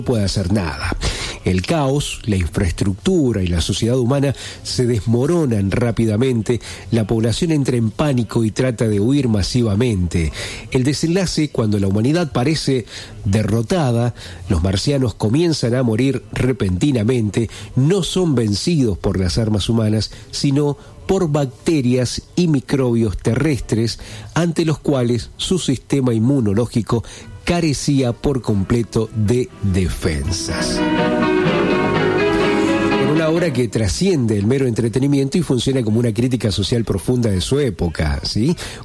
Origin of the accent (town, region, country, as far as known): Argentina